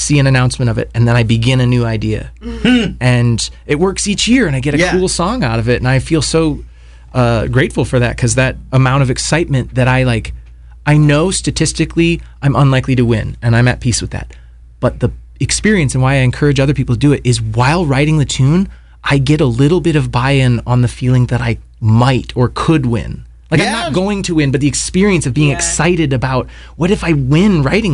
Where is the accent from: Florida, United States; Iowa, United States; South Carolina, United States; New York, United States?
Iowa, United States; From my home state.